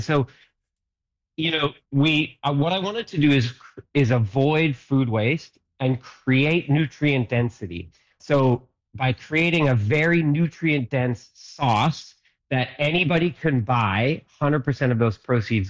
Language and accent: English; Penticton, British Columbia, Canada; born there; I was born in Penticton, but for the first 2 years, I lived at the base of Garnet Valley